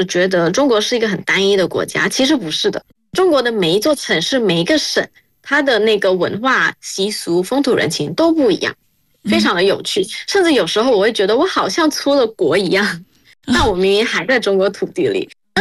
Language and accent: Chinese; Malaysia; moved away as an adult; now in Beijing, China; 那相较马来西亚呢，我们其实教育氛围会更强调多元跟平衡，因为我们有三大民族嘛，那我们在这个多元的环境中长大，我们有不一样的语言， 我们也有不一样的这个文化习俗、宗教习俗。